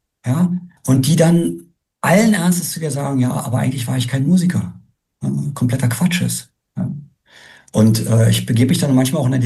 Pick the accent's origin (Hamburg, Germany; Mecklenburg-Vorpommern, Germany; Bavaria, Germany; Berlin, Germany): Berlin, Germany; dass ich als Berliner, wie viele andere, auch ziemlich arrogant war, was den Rest der Republik betraf.